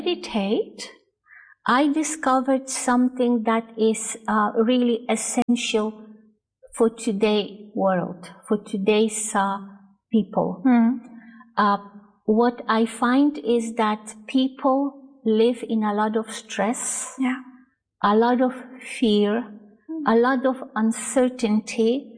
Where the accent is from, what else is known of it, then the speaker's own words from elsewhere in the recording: Poland; moved away; also born or lived in Canada; Well, I was born in Poland and it was a communist Poland at that time. So all my childhood was spent in a simple country. It was considered a third world country. Then when I grew up, I was taken by my family to Canada